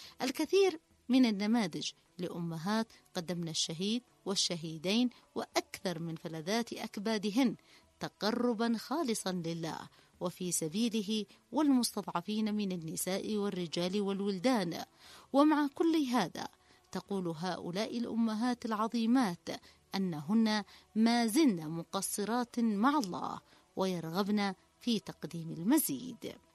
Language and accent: Arabic; Yemen; بلادنا اليمن